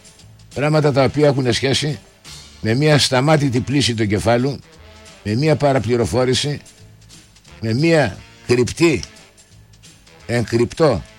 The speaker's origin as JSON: {"language": "Greek", "country": "Greece"}